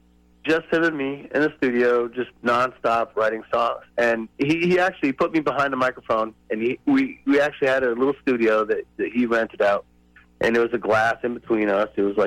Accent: Maine, United States; I'm just from Maine. I'm here. I'm a singer.

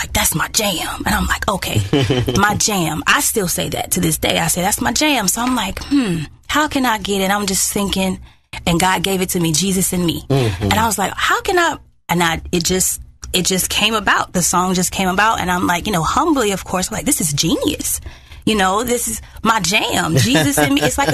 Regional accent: South Carolina, United States; born there; also born or lived in Augusta, Georgia; I grew up, well, my mother was very nomadic. I spent most of my years in Anderson and Greenville, South Carolina. But I was born in Augusta, Georgia.

